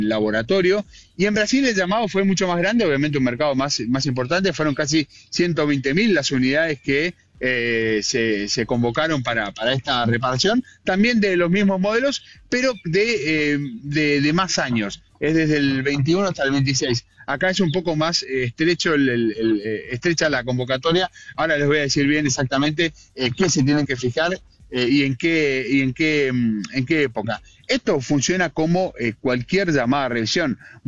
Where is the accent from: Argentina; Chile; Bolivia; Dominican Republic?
Argentina; Corrientes; born there; moved away; Sí, de chico, de joven, allá en Corrientes.